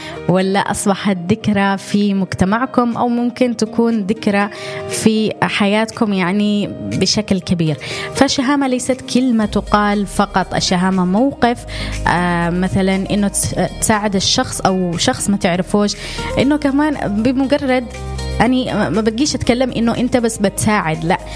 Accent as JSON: {"language": "Arabic", "country": "Yemen", "said": "من دولتنا احنا من اليمن"}